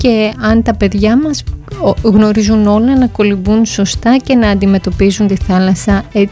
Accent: Greece; στη χώρα μας πάρα πολλές φορές, όπου κάθε καλοκαίρι έχουμε δυστυχώς τις τραγικές ειδήσεις πνιγμών στις θάλασσές μας. Και πραγματικά δεν ξέρω αν ακόμα και εμείς που είμαστε νησιώτες

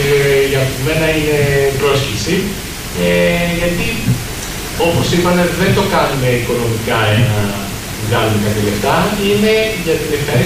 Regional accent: Sami, Ionian Islands, Greece; moved away as an adult; now in Athens, Greece; Εγώ κατάγομαι και εγώ από την Κεφαλονιά, είμαι από τη Σάμι. Δυστυχώς για μένα αναγκάστηκα πριν κάποια χρόνια να φύγω για Αθήνα

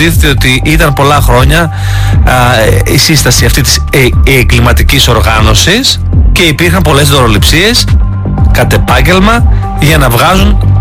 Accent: Greece

